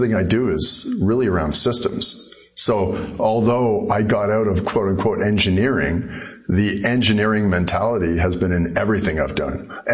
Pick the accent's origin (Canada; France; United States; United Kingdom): Canada; Nova Scotia; also born or lived in Edmonton; I was born in Cape Breton. So I was in Cape Breton until I was 8. And my father worked for, at the time, Gulf Oil. And Gulf Oil got bought by Petro-Canada. And we moved to Edmonton until I was 15.